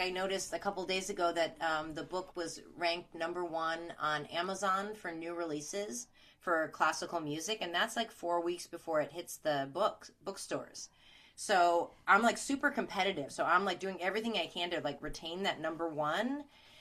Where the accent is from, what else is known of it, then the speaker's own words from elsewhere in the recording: Chicago, Illinois, United States; also born or lived in East Coast; now in Oregon, United States; I'm from Chicago